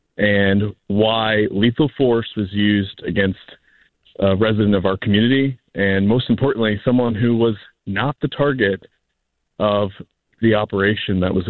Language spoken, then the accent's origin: English; Biddeford, Maine, United States; here in my hometown, in the district that I represent